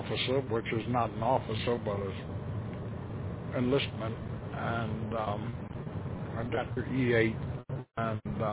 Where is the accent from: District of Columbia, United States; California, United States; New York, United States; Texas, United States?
New York, United States; moved away; also born or lived in Brookline, Massachusetts; I always call it Boston, but we lived in Brookline. I lived in Brookline with my aunt, and I'm originally from New York.